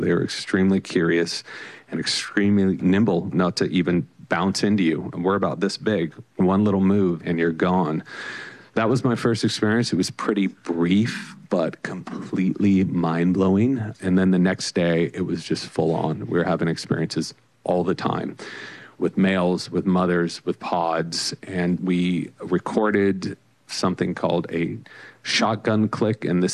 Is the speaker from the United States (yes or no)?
yes; California, United States; I've never seen a dolphin in LA in my whole life. And I grew up in Orange County.